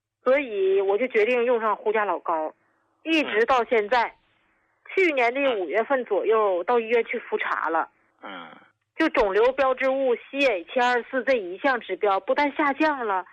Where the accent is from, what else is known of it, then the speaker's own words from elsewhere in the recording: Qiqihar, Heilongjiang, China; 你好你好，我是来自黑龙江齐齐哈尔的、